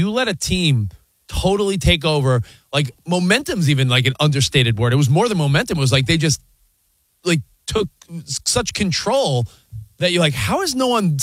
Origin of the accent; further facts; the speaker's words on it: New York, United States; I mean, to me, we want Wemby is the most arrogant New York thing. And I'm a New Yorker. I could say that.